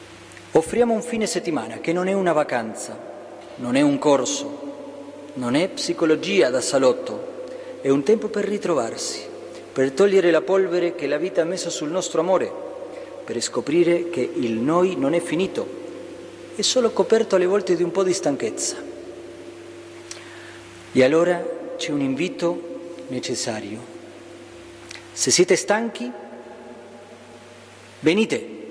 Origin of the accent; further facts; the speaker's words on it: Argentina; moved away; 2 messicani, 2 spagnoli e io argentino.